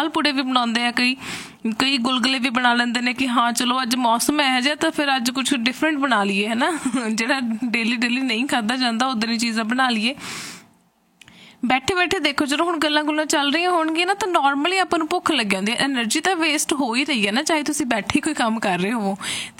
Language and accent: Punjabi; Punjab, India; moved away